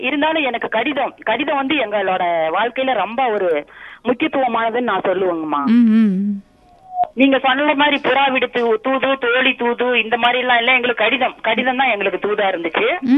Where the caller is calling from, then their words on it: Tamil Nadu, India; நாங்க இங்க கொளத்தூர் 50